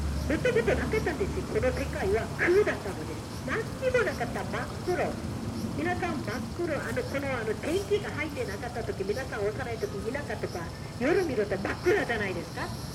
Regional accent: South Korea; Japanese is a second language; moved away as an adult; now in Japan; 私は韓国から来ました。それで日本に今33年ぐらい暮らしています。

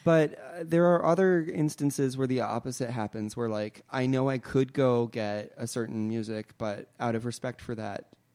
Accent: Connecticut, United States; moved away; I'd done some recording up in Connecticut, my home state.

